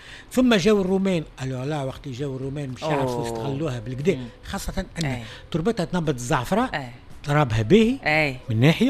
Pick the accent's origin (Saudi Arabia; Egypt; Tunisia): Tunisia; للعلم أن احنا عندنا في تونس قرية مقرن وعندنا بلدة مقرين.